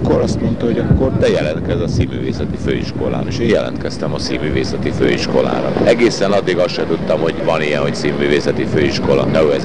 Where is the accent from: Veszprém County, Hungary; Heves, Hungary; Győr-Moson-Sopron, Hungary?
Heves, Hungary; Kömlő; moved away; also born or lived in Eger; Kömlőn születtem Heves megyében, és Egerben a Dobó gimnáziumban jártam iskolába.